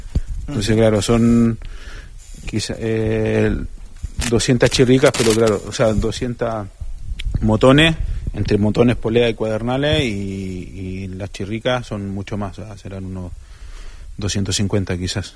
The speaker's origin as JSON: {"language": "Spanish", "town": "Calbuco", "region": "Los Lagos", "country": "Chile", "lives_now": "Spain", "said": "Sí, yo soy de Chile, de la décima región de los Lagos, en Calbuco, de ahí soy."}